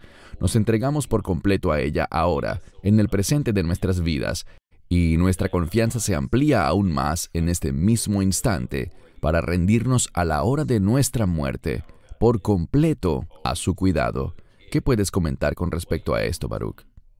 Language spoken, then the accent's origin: Spanish; Chile; born there; Yo nací en Sudamérica, en Chile, y sé de primera mano que la inmensa mayoría de nuestra población pertenece a la Iglesia Católica